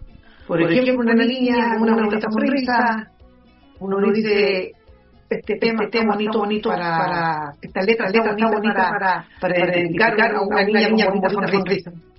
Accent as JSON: {"language": "Spanish", "town": "La Serena", "region": "Coquimbo", "country": "Chile", "said": "Nosotros somos acá de La Serena."}